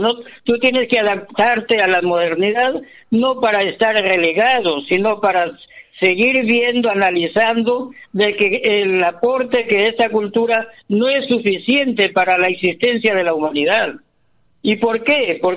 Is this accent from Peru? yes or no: yes; Peru